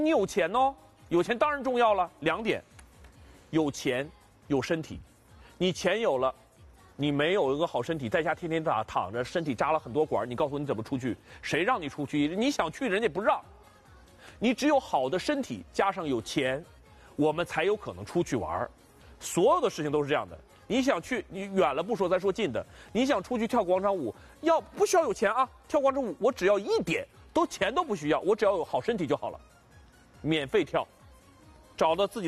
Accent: Heilongjiang, China; accent: northern flavour; moved away; 我是黑龙江人。

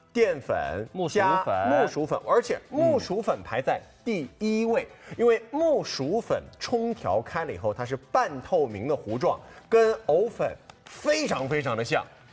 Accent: Hangzhou, Zhejiang, China; 虽然我作为一个杭州人有点不服

